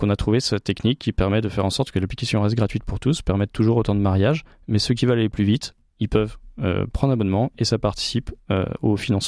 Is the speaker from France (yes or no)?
yes; Brittany, France; Je suis breton, de la famille de Carnac, comme